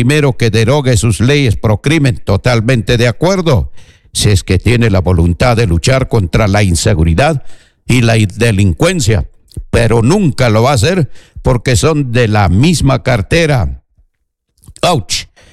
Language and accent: Spanish; Peru; nosotros los peruanos que vivimos en las diferentes regiones del Perú